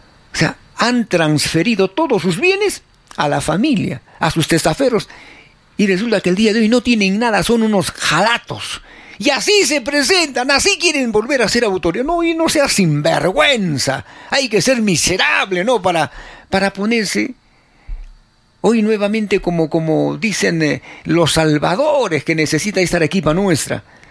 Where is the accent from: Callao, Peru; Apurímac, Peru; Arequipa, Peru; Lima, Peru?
Arequipa, Peru; Somos los cholitos de Arequipa.